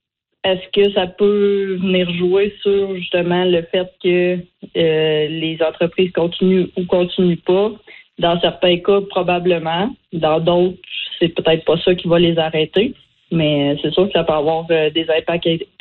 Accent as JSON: {"language": "French", "region": "Quebec", "country": "Canada", "tie": "born or raised there", "said": "Dans le fond, j'ai grandi au Québec, mais je suis allée faire des 2 étés pour apprendre l'anglais en Atlantique."}